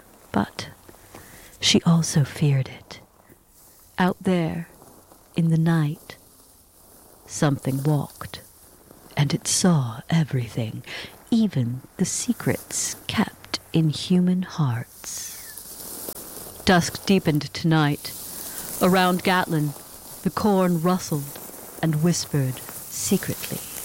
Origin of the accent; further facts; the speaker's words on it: Midwest, United States; I was born and raised in the Midwest, a child of the corn.